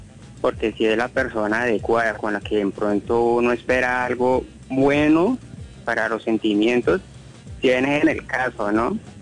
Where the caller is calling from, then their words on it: Valle del Cauca, Colombia; De acá del barrio Finlandia, de Jumbo Valle.